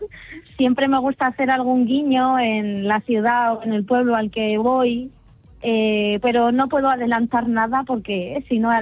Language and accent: Spanish; Madrid, Community of Madrid, Spain; Yo soy de Madrid, de Carabanchel.